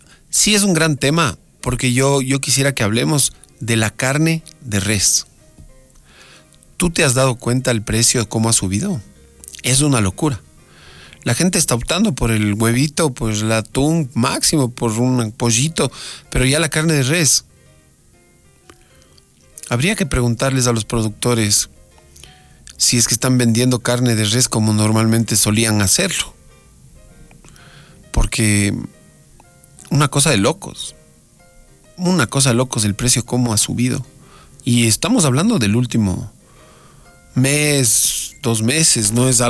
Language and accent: Spanish; Colombia; Yo también soy colombiano.